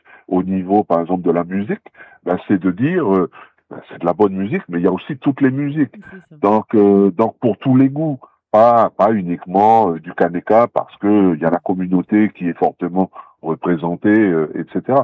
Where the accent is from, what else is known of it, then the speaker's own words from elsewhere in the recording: South Province, New Caledonia; on est originaire nous du quartier de Riverstar